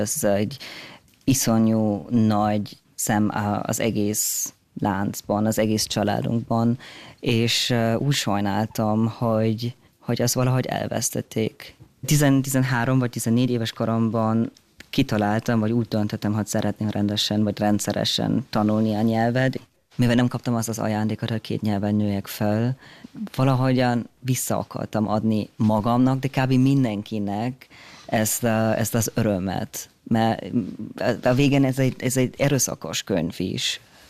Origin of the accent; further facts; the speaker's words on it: Germany; Hungarian is a second language; Én Németországban egy nagyon, nagyon vidéki helyen nőttem fel, és eléggé konzervatív volt a társadalomot, és hát az a magyar nyelv, ez valahogy, ez nem tudom, ilyen stigmatizált vagy nem tudom. Na, lényeg az, hogy németül beszéltünk